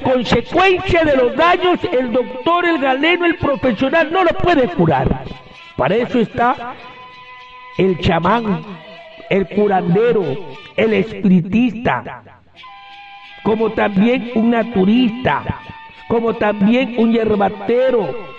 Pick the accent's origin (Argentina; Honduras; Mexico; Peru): Peru; Huancabamba, Piura; ha sido al mismo Piura y hasta el mismo Laguna El Rey en Huancabamba, mi tierra.